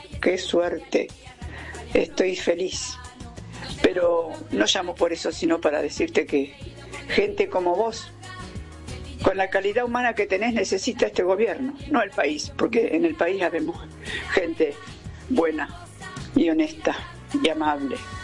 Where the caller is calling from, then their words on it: Saladillo, Buenos Aires Province, Argentina; de Saladillo.